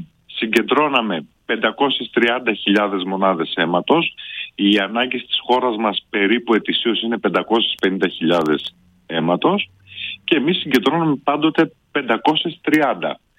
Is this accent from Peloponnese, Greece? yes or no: no; Kilkis, Central Macedonia, Greece; λέγοντας ότι είμαι από το Κιλκής, μια όμορη πόλη της Θεσσαλονίκης